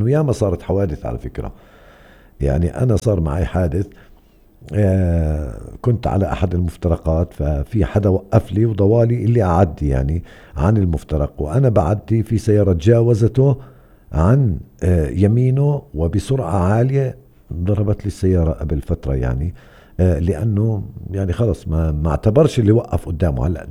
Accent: West Bank, Palestine; عندنا في الضفة الغربية

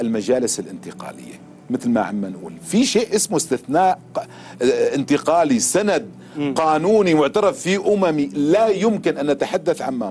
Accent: Syria; يجب ألا نتنازل كسوريين

